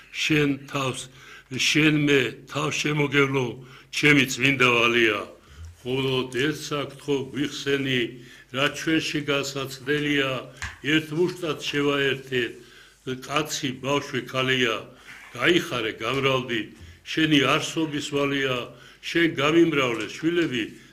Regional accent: Gori, Shida Kartli, Georgia; ქართველი ვარ, თანაც გორელი ვარ, მეჯვრისხეველი ვარ.

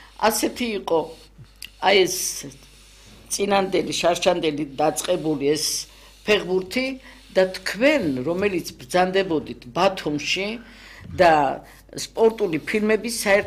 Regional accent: Tbilisi, Georgia; მე იცით ასეთ ადამიანებში გავიზარდე საბურთალოზე, მთაწმინდაზე და ბოლოს გლდანში და იქიდან 57 წელია ფეხი არ გადამიდგე არსად

